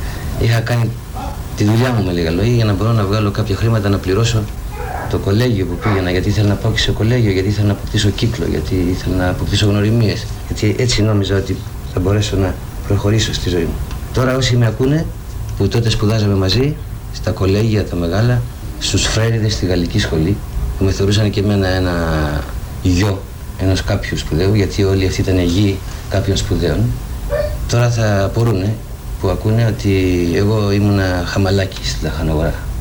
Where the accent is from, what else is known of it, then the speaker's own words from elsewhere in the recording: Korydallos, Attica, Greece; Έχω μεγαλώσει σε γειτονιά, είμαι κοκκινιώτης, συγκεκριμένα από τον Κορυδαλό και τα παιδικά μου χρόνια τα έχω περάσει πολύ φτωχικά